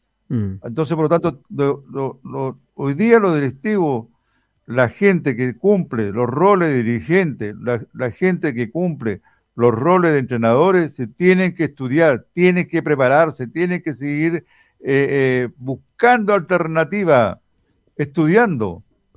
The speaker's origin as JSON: {"language": "Spanish", "country": "Chile", "said": "nuestra idiosincrasia como chileno"}